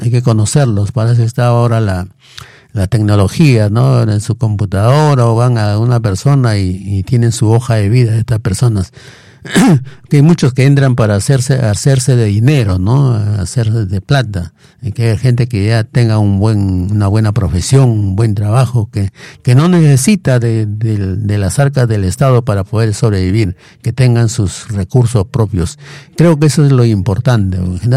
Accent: Tauca, Ancash, Peru; Uno de niño, pues en Tauca

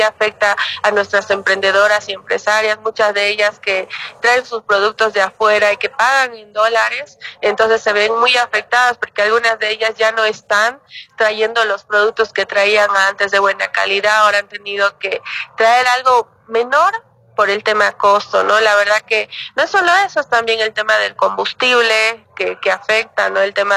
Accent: Bolivia

